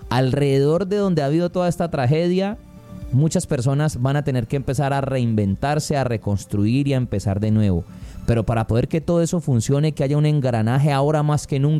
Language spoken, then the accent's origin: Spanish; Cali, Valle del Cauca, Colombia; como caleños apoyemos a los caleños